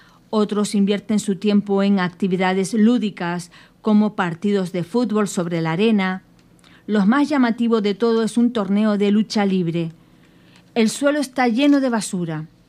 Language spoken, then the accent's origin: Spanish; Lanzarote, Canary Islands, Spain